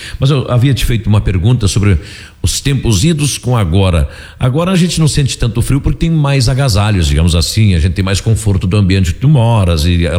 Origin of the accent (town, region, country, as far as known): Três Passos, Rio Grande do Sul, Brazil; moved away